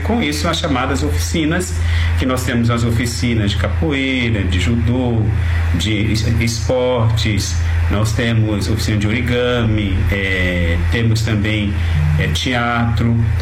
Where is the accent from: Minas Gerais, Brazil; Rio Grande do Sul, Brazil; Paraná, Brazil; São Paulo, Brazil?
São Paulo, Brazil; Eu disse que eu sou de São Paulo, tem hora que eu falo o sinal ou semáforo, né?